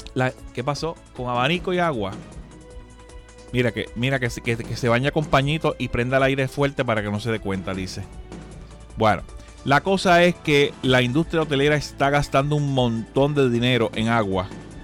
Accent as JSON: {"language": "Spanish", "town": "Quebradillas", "country": "Puerto Rico", "said": "en mi pueblo allá en Quebradillas"}